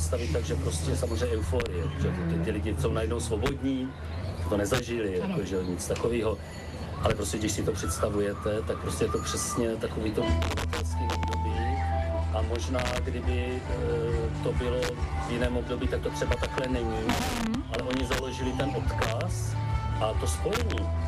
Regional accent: Brno, South Moravian Region, Czechia; Já vzpomínám si, protože já jsem v Brně chodil, já jsem teda rodilej Brňák, nebo Brňan, chodil jsem tady na Gimpl

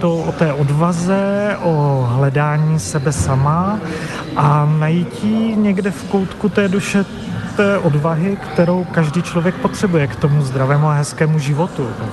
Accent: Olomouc, Olomouc Region, Czechia; A zároveň já jsem původem z Olomouce, takže to pro mě je část země, která je na druhé straně.

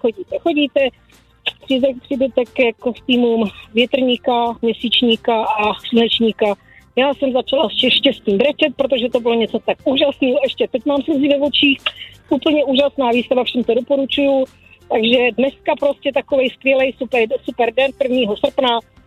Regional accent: Moravská Třebová, Pardubice Region, Czechia; když jsme jí řekli, že jsme praskýle z Moravský Třebový

